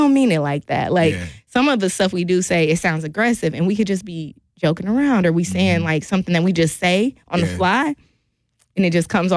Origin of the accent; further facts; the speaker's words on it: Milwaukee, Wisconsin, United States; It's like, I'm from Milwaukee. We here. Like, even when I'm out there and people are like, where you from? I'm like, I'm from Wisconsin. They're like, Wisconsin? I'm like, Milwaukee.